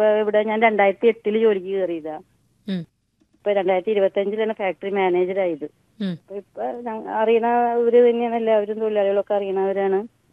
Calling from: Puthenchira, Kerala, India; വീട് പുത്തഞ്ചിറ മാള.

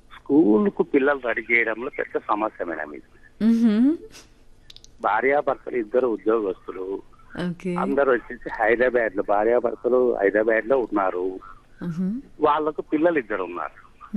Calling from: Kurnool, Andhra Pradesh, India; Madam మాది Kurnool madam.

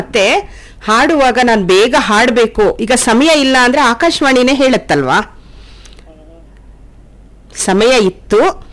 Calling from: Karnataka, India; ಹಾಸನ ಜಿಲ್ಲೆ.

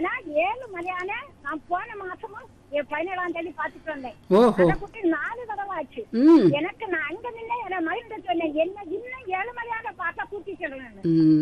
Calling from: Kanyakumari district, Tamil Nadu, India; நம்ம கன்னியாகுமரி மாவட்டத்தில் உள்ள மாத்தூர் தொட்டிப்பாளையம், திப்பருப்பருவி, இதையெல்லாம் எனக்கு ஏற்றவும் பிடிச்ச இடங்கள்.

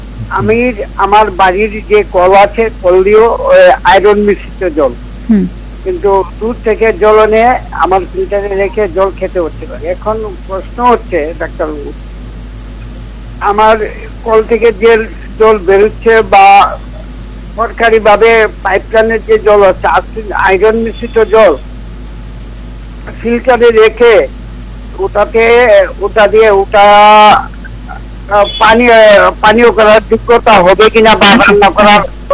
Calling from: India; আমার বাড়ি শেখরপুর গ্রামের বাড়ি

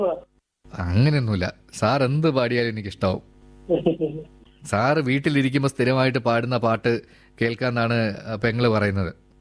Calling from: Chengannur, Kerala, India

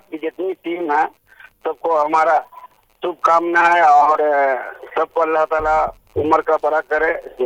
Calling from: Darbhanga, Bihar, India; हम दरभंगा से बोल रहे हैं

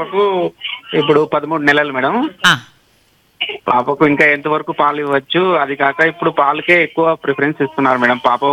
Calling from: Anantapur, Andhra Pradesh, India; మేము అనంతపురం నుంచి మాట్లాడుతున్నాం.

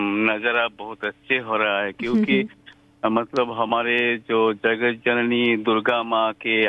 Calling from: Ramkrishna Nagar, Assam, India; मेरा गांव का नाम है रामकृष्ण नगर

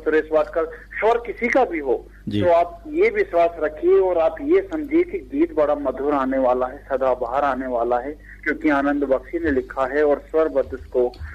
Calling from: Rajgarh district, Madhya Pradesh, India; ग्राम कटारिया खेड़ी जिला राजगढ़ से … सर। ये जावरा के पास हमारा गांव है।

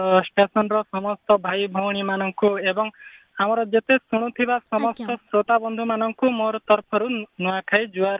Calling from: Ludinathpur, Odisha, India

